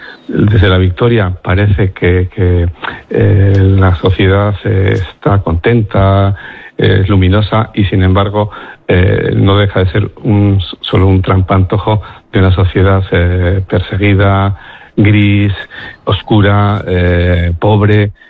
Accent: Bilbao, Basque Country, Spain; also born or lived in Mexico; pues yo soy consciente de haber nacido en Bilbao con 5 años, ¿no? Porque no me considero un bilbaíno. Recuerdo perfectamente cuando entré en Bilbao, en la estación de Abando, y ver esa vidriera, ¿sabes?

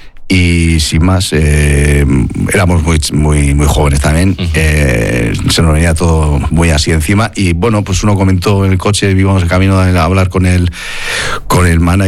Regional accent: Oñati, Basque Country, Spain; born or raised there

